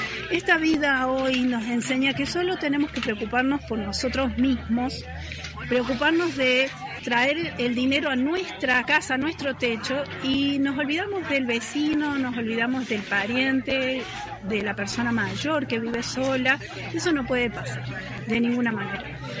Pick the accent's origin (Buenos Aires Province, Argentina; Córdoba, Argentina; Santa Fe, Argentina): Córdoba, Argentina; San Marcos Sierras; Quienes crecimos en San Marcos